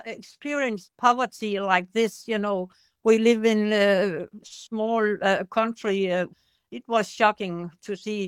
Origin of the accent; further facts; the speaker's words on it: Denmark; We come from Denmark